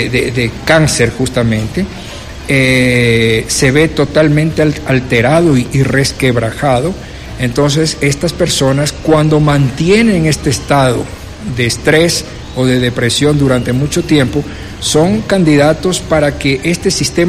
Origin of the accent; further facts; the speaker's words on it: Guayaquil, Guayas, Ecuador; now in Quito, Ecuador; yo soy de Guayaquil, yo cuando llegué a Quito